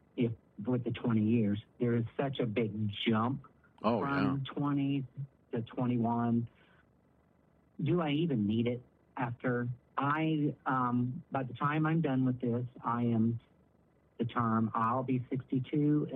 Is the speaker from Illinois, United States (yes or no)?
yes; Effingham, Illinois, United States; Hi. I'm actually from Effingham, Illinois.